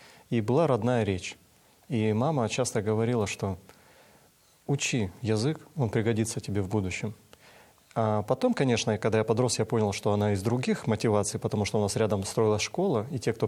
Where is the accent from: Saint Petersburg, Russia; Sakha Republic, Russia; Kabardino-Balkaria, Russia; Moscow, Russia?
Kabardino-Balkaria, Russia; я вырос в Кабардино-Балкарии, в Малой Кабарде.